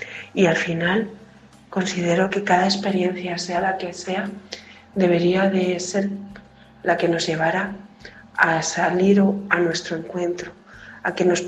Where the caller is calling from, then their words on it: Valencia, Valencian Community, Spain; hablo desde Valencia.